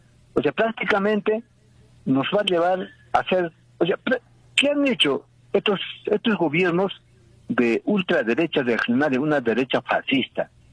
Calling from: Juliaca, Puno, Peru

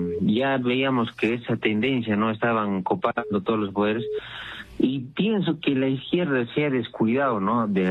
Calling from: Tacna, Peru; Buenos días, Edson, desde Tacna.

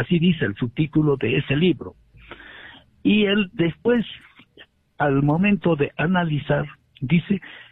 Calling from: Puno, Peru; Le saluda su amigo, colega también

